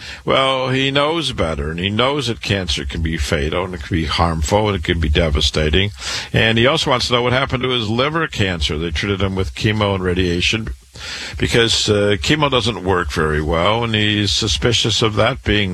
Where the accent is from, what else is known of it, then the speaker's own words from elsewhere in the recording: Waterloo, Iowa, United States; cancer doctor, born and raised in Waterloo, Iowa, went to public school, university, MD at 25